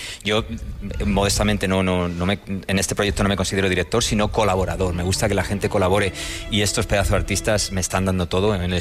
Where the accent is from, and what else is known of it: Spain; moved away as an adult